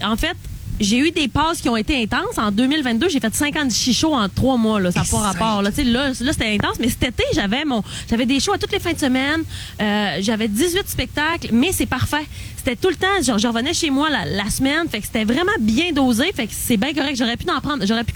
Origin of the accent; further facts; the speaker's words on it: Dolbeau-Mistassini, Quebec, Canada; chez moi, à Dolbeau-Mistassini.